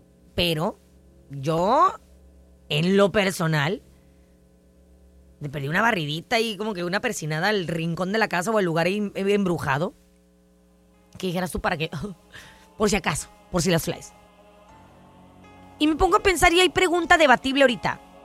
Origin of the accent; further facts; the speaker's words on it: Mexico; Uno como mamá mexicana